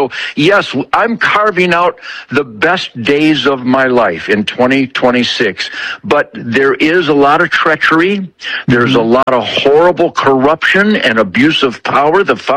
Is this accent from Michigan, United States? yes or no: yes; Detroit, Michigan, United States; born there; Lucky me, I was born in Detroit in 1948, right along the Rouge River, which was just a wildlife paradise winding through the Motor City there.